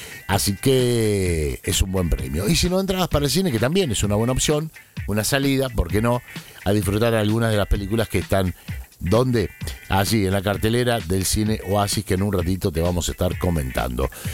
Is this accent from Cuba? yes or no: no; Argentina; Yo soy argentino